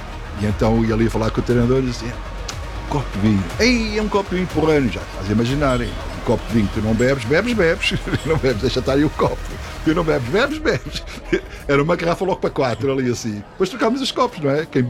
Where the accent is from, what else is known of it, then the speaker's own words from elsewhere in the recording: Portugal; Eu sou português, estou a falar do meu povo.